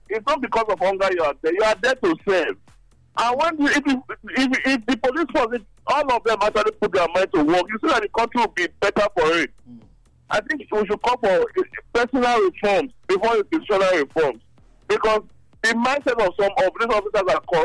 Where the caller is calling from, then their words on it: Benin City, Edo, Nigeria; I'm calling from Benin.